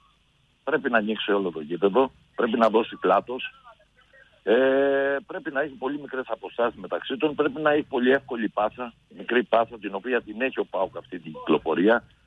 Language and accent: Greek; Kalamata, Peloponnese, Greece; Καλαμάτα είναι η γενέτειρά μου, είναι η πόλη μου, ζω εδώ.